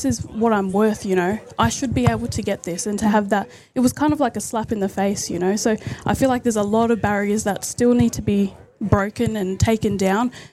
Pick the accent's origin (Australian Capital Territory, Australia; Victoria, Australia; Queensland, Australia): Australian Capital Territory, Australia; Canberra; Yeah, so I was born here and raised here, but my bloodlines are from Brungle, Condo and Griffith, New South Wales.